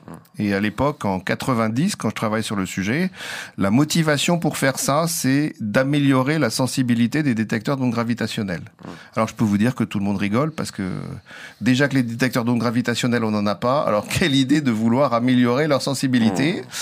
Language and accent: French; Chartres, Centre-Val de Loire, France; Donc c'est un parcours, je suis originaire de Chartres, donc lycée à Chartres